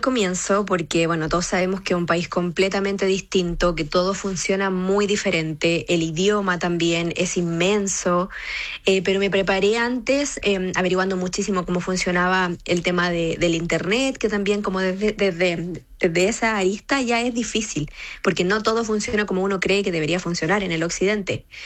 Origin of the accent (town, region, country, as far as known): Chile; moved away as an adult